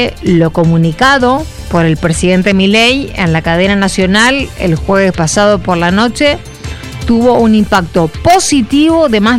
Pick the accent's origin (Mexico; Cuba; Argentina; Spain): Argentina